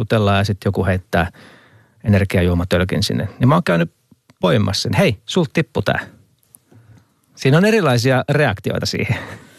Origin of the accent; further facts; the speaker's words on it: Luumäki, South Karelia, Finland; kotikunnassani Luumäellä